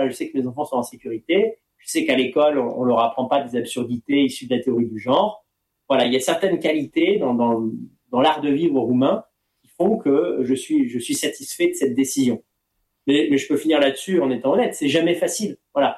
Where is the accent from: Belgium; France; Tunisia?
France; first language French; moved away as an adult; now in Romania